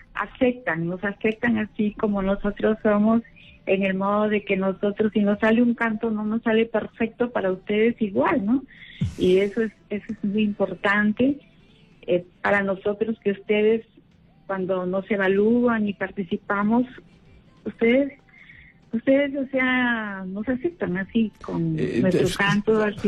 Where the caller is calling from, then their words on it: Peru; nos ha dado a nosotros los peruanos